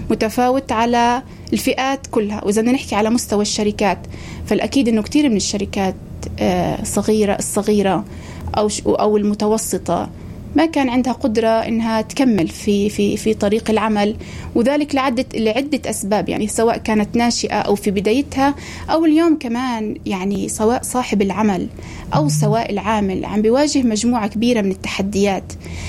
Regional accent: Palestine; إحنا كاقتصاد فلسطيني

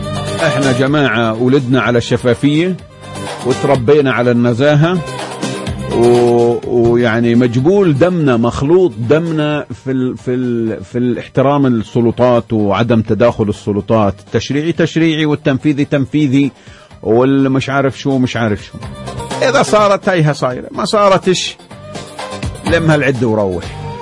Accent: Palestine; كفلسطينيين عايشين على الديمقراطية

